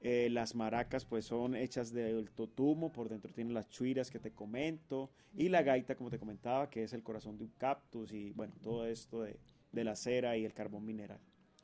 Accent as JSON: {"language": "Spanish", "country": "Colombia", "said": "somos colombianos, de esa costa pacífica, del Atlántico"}